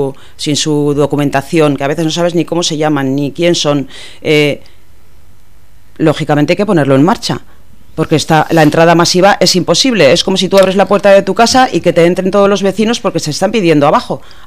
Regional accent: Spain; Porque migrantes, es que nosotros somos los españoles los primeros que hemos emigrado a Francia, a Alemania

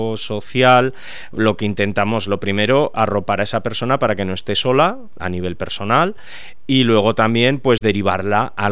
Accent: Aragon, Spain; now in Zaragoza, Spain; Cuando yo volví a Zaragoza hace 12 años, pues resulta que había personas que me pedían clase particular conmigo, como contratenor, como músico que soy, aragonés

